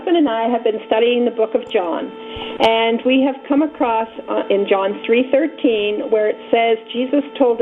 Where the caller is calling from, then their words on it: Alberta, Canada; Thank you. I'm not from California. I'm from Alberta, Canada.